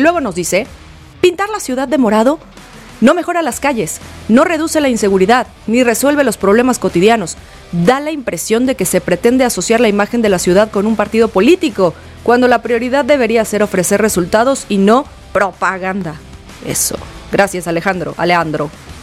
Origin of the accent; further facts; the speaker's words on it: Mexico; ¿estás diciendo que todos los mexicanos decimos mal Gerber?